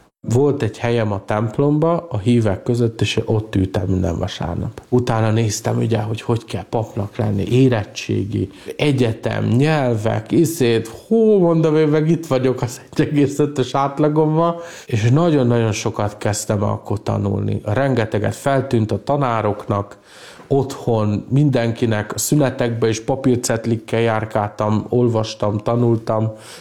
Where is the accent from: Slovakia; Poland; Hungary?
Hungary; Kecel, Bács-Kiskun; born there; moved away as an adult; also born or lived in Szeged; én óvodás voltam még. Édesanyám nagyon nehezen háromunkat nevelt, Kecerre költöztünk, egy tanyára, ahol nem volt se víz, se villany. Tanya után költöztünk bejjebb, de még akkor is Kecernek az utolsó utcájába, szóval nem egy nagy távot ugrottunk